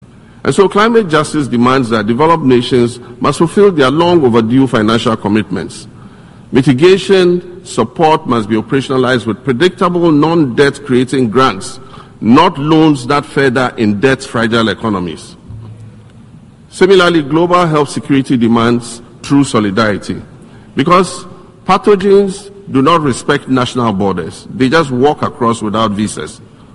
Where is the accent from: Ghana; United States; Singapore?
Ghana